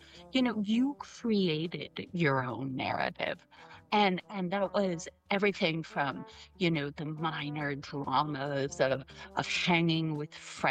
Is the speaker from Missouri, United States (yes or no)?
yes; Kansas City, Missouri, United States; born there; I was born in Kansas City, Missouri. I am, in many ways, the quintessential Gen X.